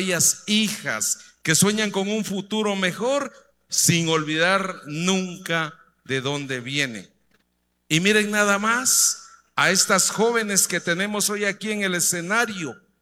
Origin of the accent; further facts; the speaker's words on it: San Pedro Sacatepéquez, Guatemala; a querer esta tierra, a respetar nuestras tradiciones, a sentirse orgullosos de decir, yo soy de San Pedro Zacatepeques